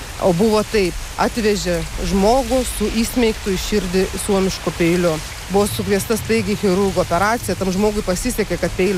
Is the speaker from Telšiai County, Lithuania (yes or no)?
yes; Mažeikiai, Telšiai County, Lithuania; accent: Samogitian; Taip, gimusi ir užaugusi Mažeikiuose, bet kaip gali save vadinti žemaitę, kai tavo tėtis iš Rokiškio.